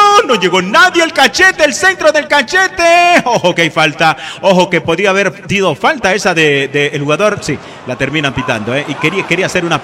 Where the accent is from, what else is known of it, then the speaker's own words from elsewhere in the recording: Pampán, Trujillo, Venezuela; born there; nos escucha desde el estado de Trujillo, desde mi pueblo, desde Pampán, el pueblo de los dos tiros.